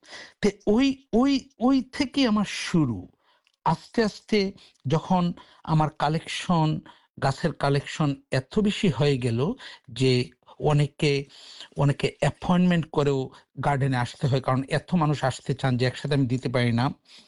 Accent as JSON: {"language": "Bangla", "country": "Bangladesh", "tie": "born or raised there", "moved": "yes", "lives_now": "Sydney, Australia", "said": "যেহেতু আমি বাংলাদেশে আমার জন্ম এবং বেড়ে ওঠা, আর আমাদের বাংলাদেশের জাতীয় ফল ছিল কাঁঠাল"}